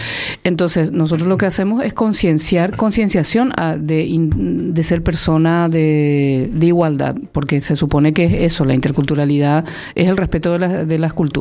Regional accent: Paraguay; moved away; Entonces venís aquí y te das cuenta que había sido sos paraguaya.

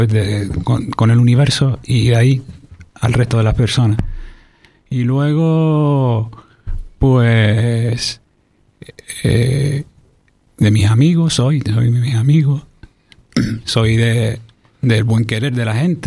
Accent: La Rioja, Spain; Yo soy de La Rioja y hubo ahí una comunidad de base de los Días de la Liberación

